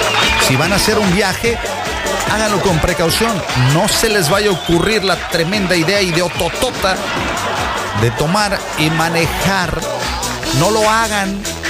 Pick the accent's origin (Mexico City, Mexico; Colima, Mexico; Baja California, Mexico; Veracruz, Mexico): Veracruz, Mexico; accent: jarocho; Yo soy veracruzano, hablo jarocho.